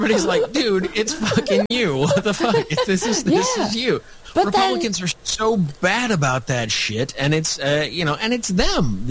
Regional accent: Nebraska, United States; I said, Michael, I'm from Nebraska. We have a one house legislature.

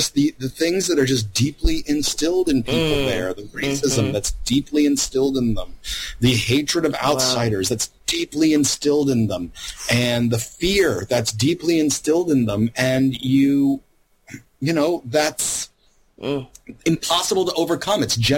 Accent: Louisiana, United States; and you know, I grew up mostly in Louisiana, and so you look around all the time.

